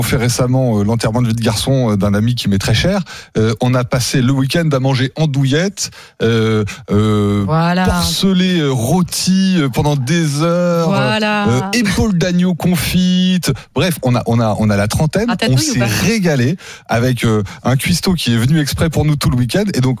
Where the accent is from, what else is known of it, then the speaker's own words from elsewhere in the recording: France; Nous, on est français.